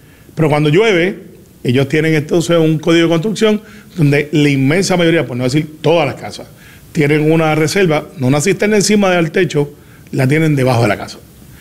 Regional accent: Puerto Rico; esa era de Camarones, Santa Rosa, que es donde yo soy original, de St. Rose Number 2, antes conocido como Santa Rosa Número 2

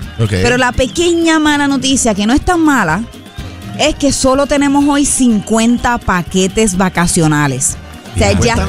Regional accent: Puerto Rico; Ahora, tú sabes cómo somos los puertorriqueños, somos enmayados y nosotros queremos lo máximo.

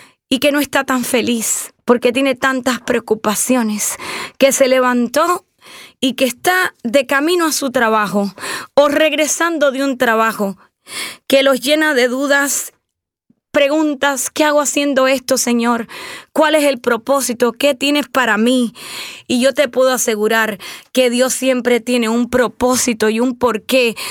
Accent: Cuba; Y yo soy cubana, y las poesías de José Martí yo me las recitaba en ese momento

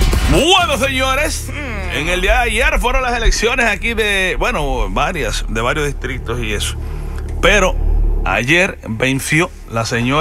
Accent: Dominican Republic; Aquí, I'm sorry, somos dominicanos.

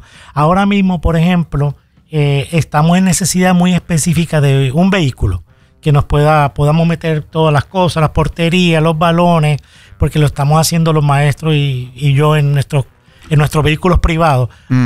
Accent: Colombia; Yo soy colombiano, voy a Colombia.

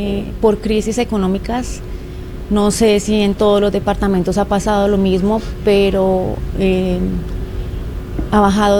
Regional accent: Colombia; para mostrar la verdadera cara de lo que somos de quiénes somos los colombianos.

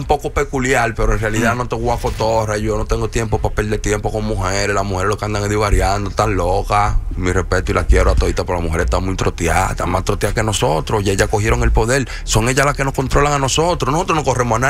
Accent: Dominican Republic; now in United States; Que los dominicanos hacemos diligencia

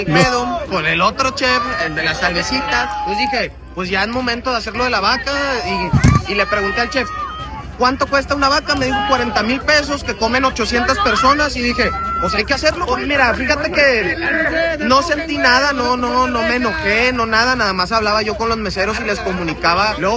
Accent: Monterrey, Nuevo León, Mexico; A ver, como todo regio, pues tienes ahí como, pues tienes las ideas de hacer una carne asada extravagante.

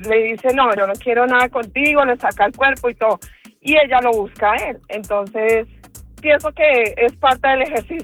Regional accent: Colombia

